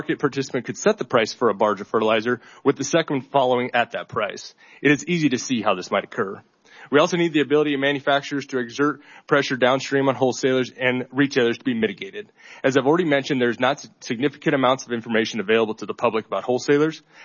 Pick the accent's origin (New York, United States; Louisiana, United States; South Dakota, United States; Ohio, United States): South Dakota, United States; Hamel; I'm a farmer from Hamel, South Dakota, and president of the South Dakota Corn Growers Association.